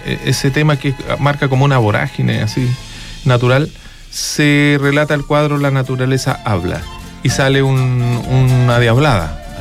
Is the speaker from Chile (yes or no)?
yes; Iquique, Tarapacá, Chile; born there; Por ejemplo, yo nací en Iquique.